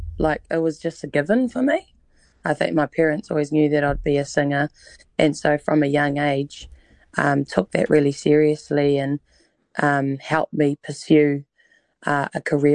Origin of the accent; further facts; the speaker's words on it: Rotorua, Bay of Plenty, New Zealand; born there; She was in labour at the Matamata pub before I was born in Rotorua.